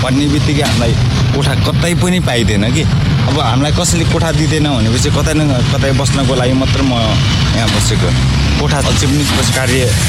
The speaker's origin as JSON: {"language": "Nepali", "town": "Kathmandu", "region": "Bagmati", "country": "Nepal", "tie": "born or raised there", "said": "यहाँको बस्ती भनेको 43 सालदेखि बसेको मेरो जन्म चाहिँ यहीँ भएको त्यसपछिसम्म म यहीँ नै बसेको थिएँ"}